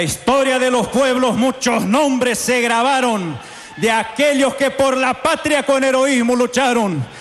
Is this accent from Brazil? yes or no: yes; Brazil; Yo como brasileño prefiero tocar los chamamés de … Esto es una garantía. Y haciendo honor al maestro y aquel pago de donde vengo, un abrazo a toda la costa del Uruguay, recordando lo gaucho que es este suelo y la hermandad de nuestra frontera